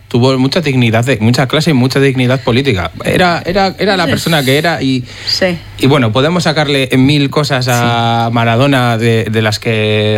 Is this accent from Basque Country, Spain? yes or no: yes; Bilbao, Basque Country, Spain; el Athletic no deja de ser solo parte de la identidad como bilbaíno y de como vizcaíno